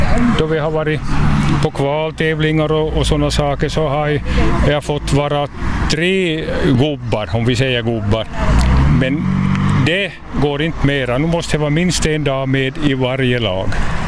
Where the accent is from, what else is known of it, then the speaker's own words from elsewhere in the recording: Kvevlax, Ostrobothnia, Finland; Då vi är från Veikkaus och Kvävlax, byarna här.